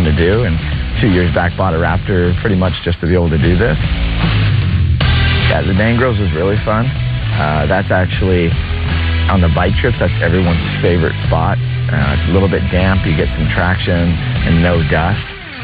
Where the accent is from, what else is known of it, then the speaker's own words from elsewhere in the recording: Temecula, California, United States; from Temecula, California.